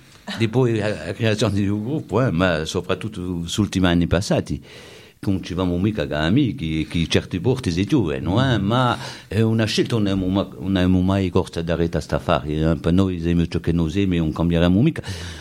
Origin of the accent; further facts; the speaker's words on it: Corsica, France; Noi vediamo ogni anno nel mio paese, quando ero cittadino parlavamo tutti i corsi, oggi non c'è più un cittadino che parla corso